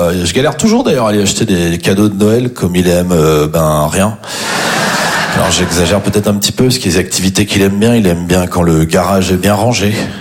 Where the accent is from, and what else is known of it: Champagnole, Bourgogne-Franche-Comté, France